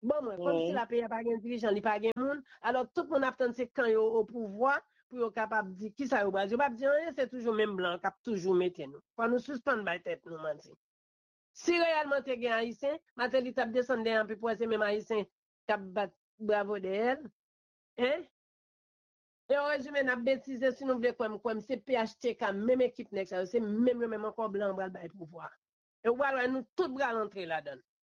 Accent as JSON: {"language": "French", "country": "Haiti", "said": "Et je ne pas croire que c'est seul président ici, en tant que haïtien seulement, que nous gagnons."}